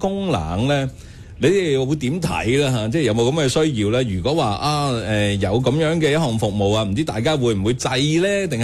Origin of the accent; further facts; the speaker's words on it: Guangdong, China; 特別係即係對於我哋廣東人嚟講啦，